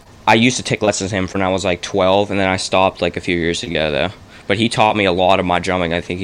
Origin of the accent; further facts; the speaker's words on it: Robinson Township, Pennsylvania, United States; I'm from Robinson Township.